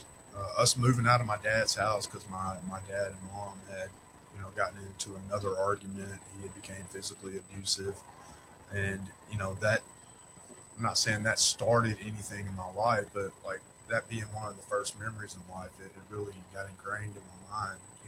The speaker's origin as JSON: {"language": "English", "town": "Fordyce", "region": "Arkansas", "country": "United States", "tie": "born or raised there", "said": "So I was raised in South Arkansas, a little town called Fordyce. Go Red Bugs. So if anybody from Fordyce happens to be listening to this, I'm rooting for y'all this year."}